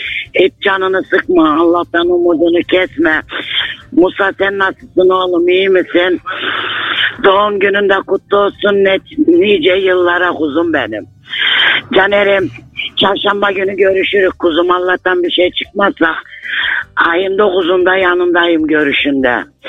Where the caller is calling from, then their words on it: Ceyhan, Adana, Turkey; Ben Adana Ceyhan'dan arıyorum.